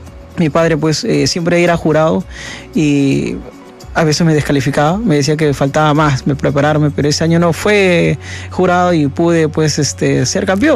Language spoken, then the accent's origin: Spanish; Puquio, Ayacucho, Peru; la parte costumbre de mi pueblo de Puquio por parte de mis padres